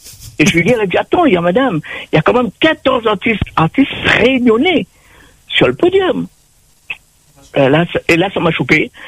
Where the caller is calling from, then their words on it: Île-de-France, France; Dans le 78.